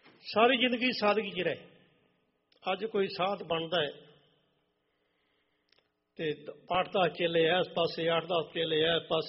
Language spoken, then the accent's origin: Punjabi; Bhogpur, Punjab, India; ਅਸੀਂ ਖੁਦ ਪੀਤਾ ਹੈ। ਭੋਗਪੁਰ ਮੇਰਾ ਇਲਾਕਾ ਹੈ ਅਤੇ ਪਾਣੀ ਬੜਾ ਸੀ, ਬਰਸਾਤਾਂ 'ਚ ਖੂਹਾਂ ਵਿੱਚੋਂ ਪਾਣੀ ਵਗਣ ਲੱਗ ਪੈਂਦਾ ਸੀ